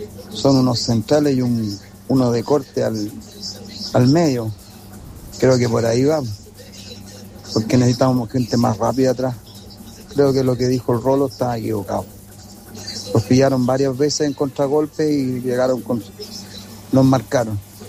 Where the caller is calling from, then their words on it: Santiago, Santiago Metropolitan Region, Chile; de Santiago.